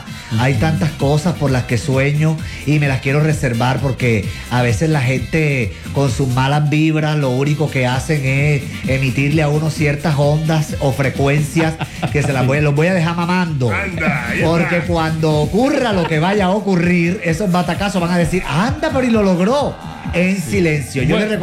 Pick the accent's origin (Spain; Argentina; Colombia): Colombia; Cartagena, Bolívar; mi adolescencia fue en Las Gaviotas. Y cuando uno viene de abajo, uno ha recorrido bastantes barrios.